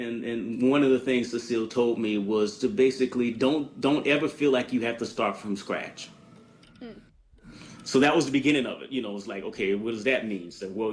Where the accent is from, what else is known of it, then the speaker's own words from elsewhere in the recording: New Orleans, Louisiana, United States; I'm from New Orleans